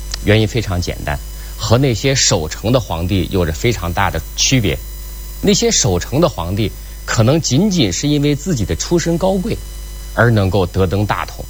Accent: China; 我们中国人是怎么教育子女的？

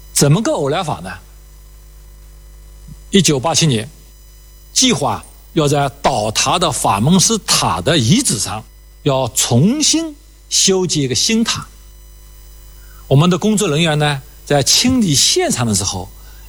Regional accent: China; 我们中国人

